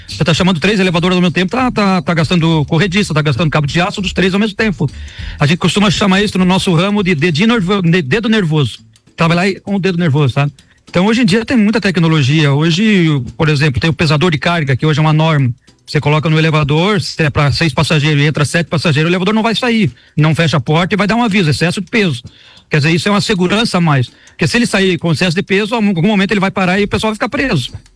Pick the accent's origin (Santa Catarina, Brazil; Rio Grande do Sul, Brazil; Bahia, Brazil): Santa Catarina, Brazil; São José do Cerrito; also born or lived in Rio do Sul; Não, eu nasci em Rio do Sul, mas até os 13 anos eu me criei em São José do Cerrito.